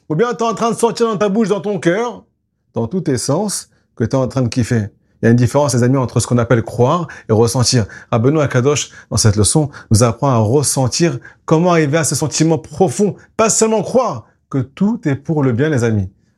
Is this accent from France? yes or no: yes; France; je suis français.